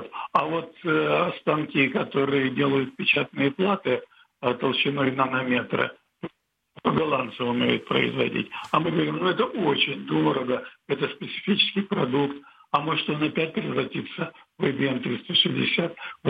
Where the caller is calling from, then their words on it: Vladivostok, Primorsky Krai, Russia; из Владивостока, столица Приморского края.